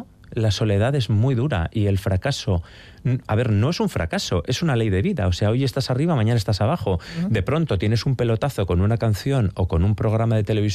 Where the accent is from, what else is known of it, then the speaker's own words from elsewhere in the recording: Spain; now in Madrid, Spain; soy madrileño de adopción, pero de Trucillos de corazón. Pero de Trucillos.